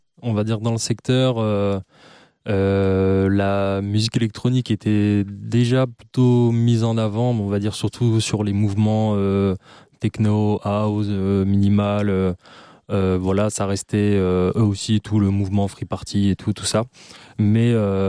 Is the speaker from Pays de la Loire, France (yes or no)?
no; Auvergne-Rhône-Alpes, France